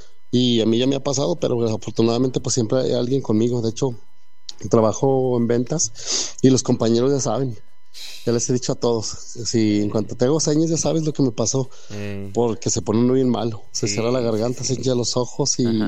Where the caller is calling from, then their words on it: Calera, Zacatecas, Mexico; de Calera, Zacatecas.